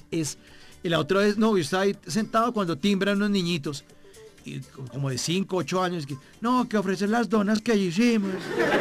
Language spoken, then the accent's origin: Spanish; Bogotá, Colombia; now in Medellín, Colombia; No, y le digo yo, que soy Rolo, María Carolina, yo vivo en Medellín, de hecho, yo vivo en Medellín.